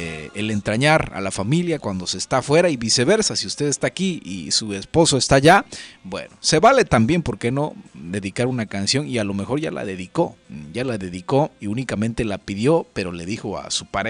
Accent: Tonalá, Mexico; se recuerdan momentos pues bonitos en mi pueblo, en nuestro Tonalá, allá con la familia.

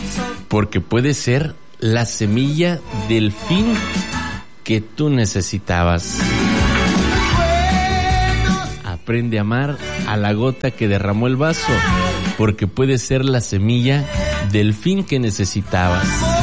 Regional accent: Mexico; ¡Viva México! ¡Vivan todos los mexicanos! Todos somos mexicanos, todos somos México.

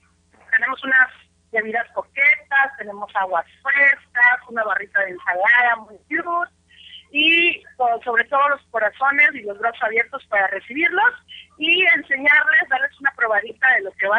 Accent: Tuxtla Gutiérrez, Chiapas, Mexico; Como bien lo dice nuestra amiga Vicky, vengo de Tuxtla Gutiérrez.

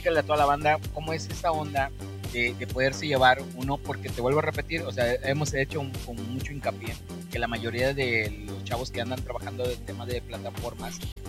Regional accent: Mexico; para todos aquellos que somos mexicanos, como buen charro mexicano

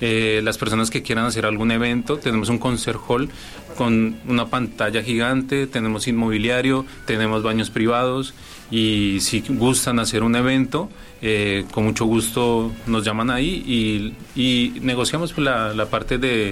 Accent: Colombia; accent: Colombian; moved away as an adult; also born or lived in Guadalajara; now in Hermosillo, Mexico; yo soy colombiano

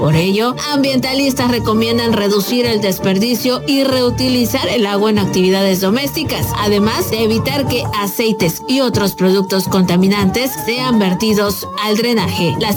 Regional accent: Mexico

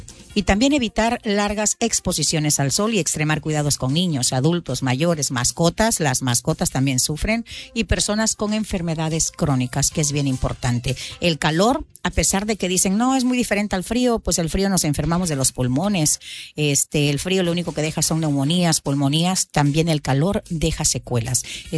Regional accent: Chiapas, Mexico; Estamos siendo afectados como costeños

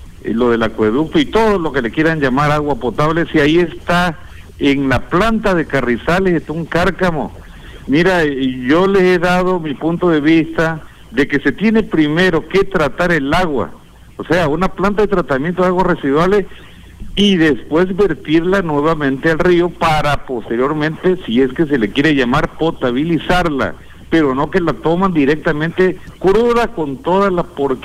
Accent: Villahermosa, Tabasco, Mexico; born there; yo nací aquí en Villahermosa

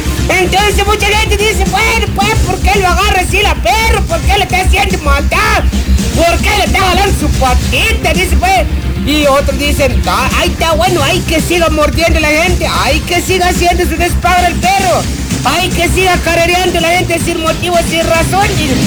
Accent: Mexico; Ya ve usted cómo somos los mexicanos, pues

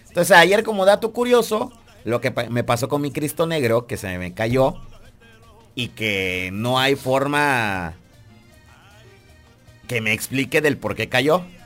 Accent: Berriozábal, Chiapas, Mexico; Sí, soy de Berrio.

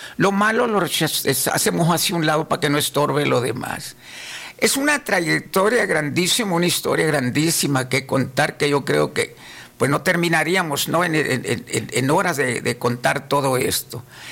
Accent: Cananea, Sonora, Mexico; also born or lived in Aribechi, Sonora; Cananea me conoce, ¿verdad? Entonces emigramos de Aribechi, que es donde yo nací, a la edad de 2 años y medio, mi mamá, pues perdimos a nuestro padre allá y todo eso, se emigra aquí a Cananea, viene con mi abuela, aquí en Cananea Vieja, se viene con mi abuela y venimos nosotros chicuelos y todo eso.

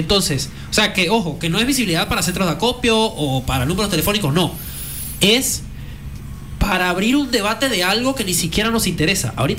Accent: Venezuela; como venezolano, a mí me choquea y me sorprende

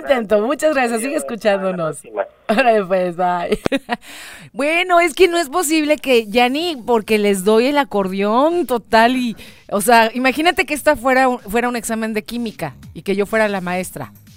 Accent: Mexico; nosotros los mexicanos de verdad que sí tenemos un toque especial.

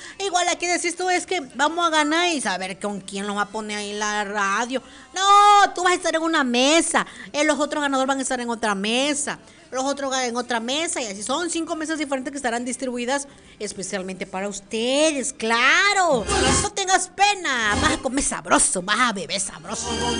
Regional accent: Mexico

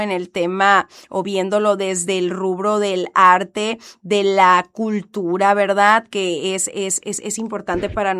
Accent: Mexico; me las voy a ver negras, ¿eh? Como buena mexicana, ¿no? Todo a lo último.

